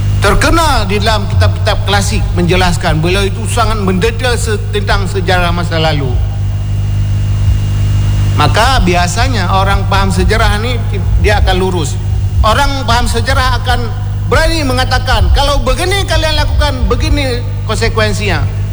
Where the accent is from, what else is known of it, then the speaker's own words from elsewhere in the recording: Aceh, Indonesia; orang kita, orang Aceh